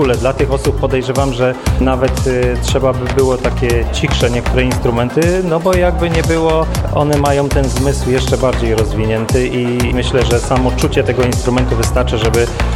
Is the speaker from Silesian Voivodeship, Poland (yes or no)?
yes; Będzin, Silesian Voivodeship, Poland; Z Będzina.